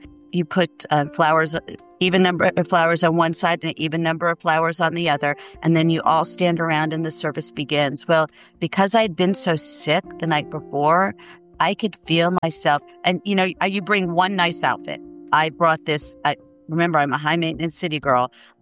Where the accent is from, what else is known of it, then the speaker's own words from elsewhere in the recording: United States; as an American